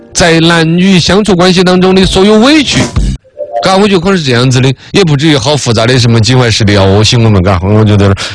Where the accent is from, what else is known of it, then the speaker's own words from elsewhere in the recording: China; 我们中国人民了，